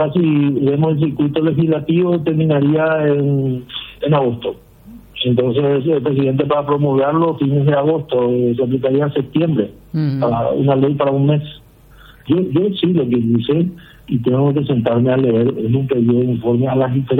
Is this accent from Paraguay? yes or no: yes; Paraguay